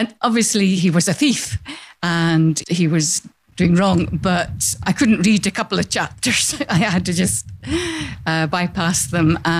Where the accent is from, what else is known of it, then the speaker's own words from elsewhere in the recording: Edinburgh, Scotland, United Kingdom; I'm from Edinburgh.